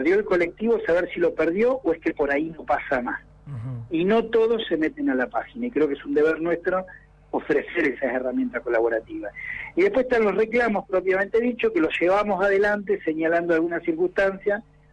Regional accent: Comodoro Rivadavia, Chubut, Argentina; lo que somos los vecinos de Comodoro Rivadavia

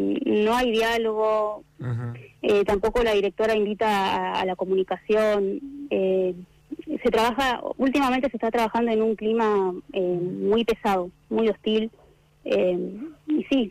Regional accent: Comodoro Rivadavia, Chubut, Argentina; moved away as an adult; Yo soy de Comodoro, y cambiar de la ciudad a un pueblito más chico, más tranquilo

